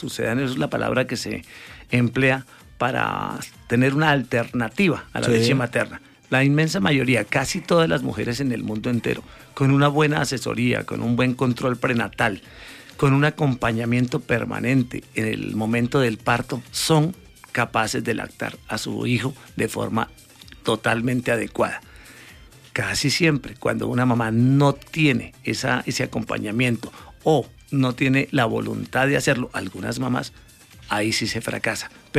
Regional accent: Duitama, Boyacá, Colombia; yo soy de Duitamense, salí de acá para hacer mis estudios y volví en el 1991. Ya llevo 35 años de pediatra aquí en el municipio.

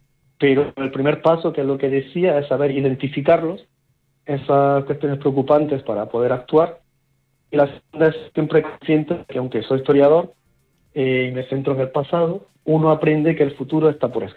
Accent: Motril, Andalusia, Spain; estoy en Motril, y estoy porque soy de Motril y con mucho orgullo intento participo en la vida cultural de nuestra ciudad

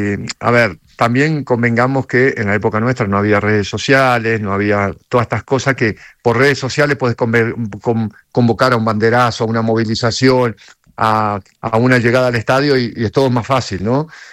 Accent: Uruguay

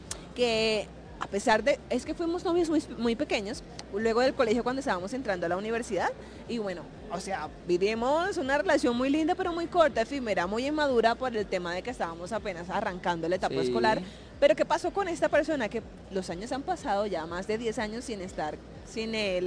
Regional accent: Caribbean coast, Colombia; Yo soy costeña

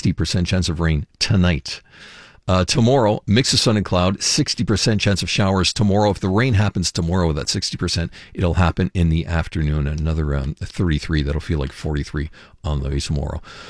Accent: Montreal, Quebec, Canada; The last time I moved goes back to 1994. That's how long we've been in our house in Saint Laurent, where I grew up. We were living in a condo on Nuns Island, and then we moved to a house in 1994.

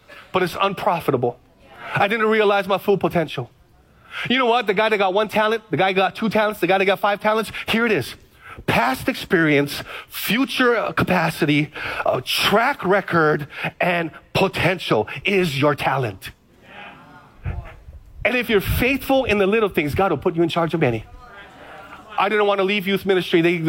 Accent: Hawaii, United States; now in Kaneohe, United States

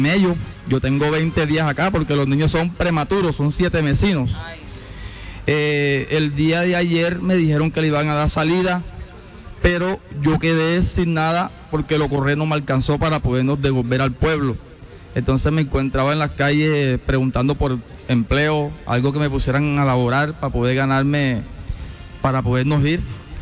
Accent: Villarrosa, Atlántico, Colombia; Yo soy un joven que soy de Villarrosa, vivo de la pesca.

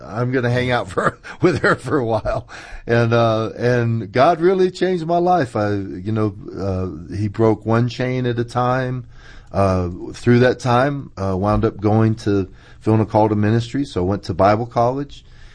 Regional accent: Tampa, Florida, United States; I was raised in Tampa. I wound up in the Tampa City Jail.

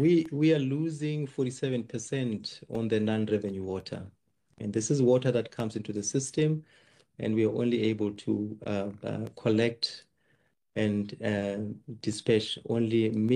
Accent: South Africa; as South African citizens

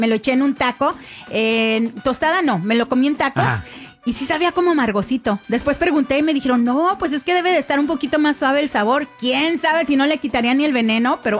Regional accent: Durango, Mexico; born there; ya nací allá en Durango

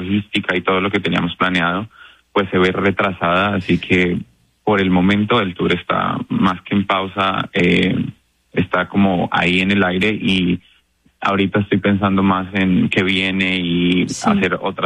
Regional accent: Tunja, Boyacá, Colombia; Ella está en Tunja, yo soy de Tunja, así que quería mandarle un saludo.

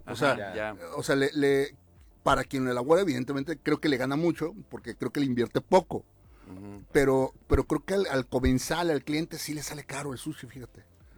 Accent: Mexico; no vinieron más que a dividirnos como mexicanos

